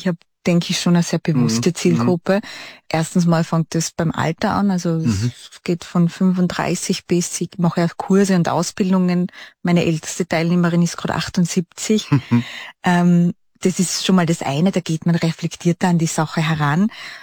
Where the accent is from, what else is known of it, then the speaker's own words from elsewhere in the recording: Styria, Austria; ich bin ja schon aus so Grazer Gegend, das ist ja fast schon ein bisschen südlich.